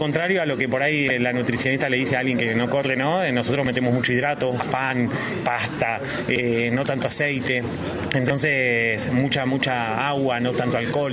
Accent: Dina Huapi, Río Negro, Argentina; yo soy de Dinahuapi, Bariloche, mucho frío, nieve

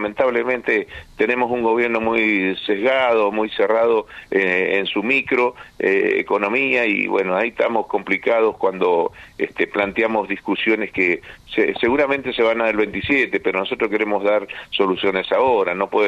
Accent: Argentina

